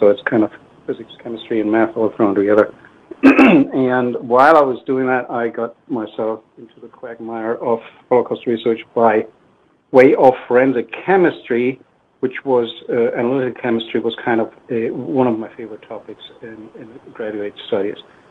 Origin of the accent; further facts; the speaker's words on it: Germany; moved away; Yeah, first, I was born in West Germany and grew up pretty much normal, lower middle class upbringing, and I ended up studying chemistry at Bonn University